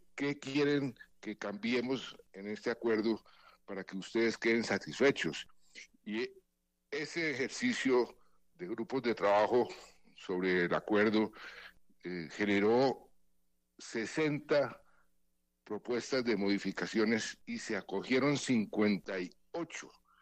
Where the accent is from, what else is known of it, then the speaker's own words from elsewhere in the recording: Colombia; eso me da a mí mucha tristeza como colombiano.